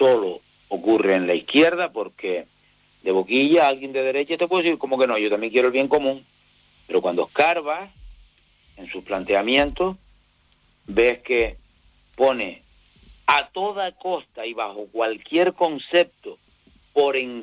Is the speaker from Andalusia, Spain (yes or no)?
no; Canary Islands, Spain; Luego, ese es nuestro origen y nuestra entrada como pueblo canario en la historia.